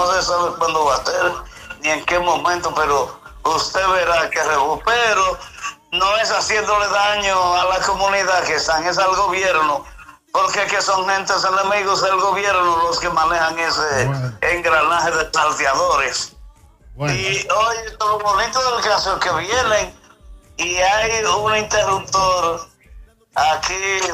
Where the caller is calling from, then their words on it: Dominican Republic; parece que no somos dominicanos.